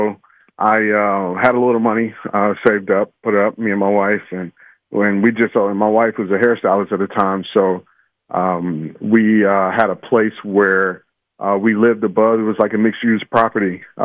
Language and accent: English; Arkansas, United States; now in Kansas City, United States; I am from Arkansas. I do have that Southern in me.